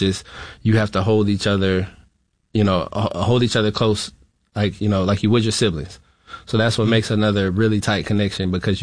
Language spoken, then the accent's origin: English; Florida, United States; growing up in a family where my mom had to have 2 jobs and it was 7 of us getting raised together. I was raised in Florida.